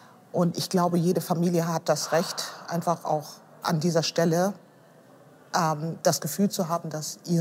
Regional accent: Hamburg, Germany; Ich komme aus Billstedt.

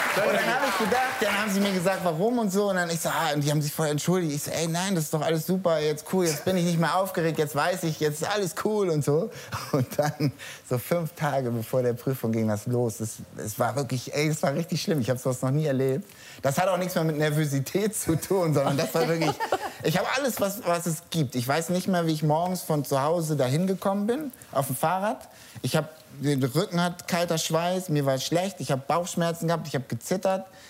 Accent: Hamburg, Germany; Also ich bin Hamburger, da hab das nie gebraucht.

